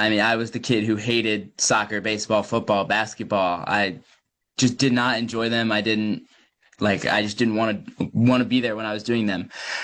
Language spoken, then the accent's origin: English; Morristown, United States; now in Connecticut, United States; Yeah, so I've lived in Morristown for almost my whole life. In January, I moved from Morristown up to Connecticut, where I work. But, yep, grew up my whole childhood in Morristown.